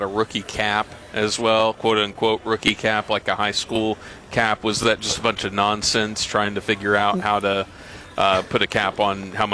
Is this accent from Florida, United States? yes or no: no; Tecumseh, Oklahoma, United States; coming to you from the Grand Casino Hotel and Resort in Shawnee. Just down the road from my hometown of Tecumseh.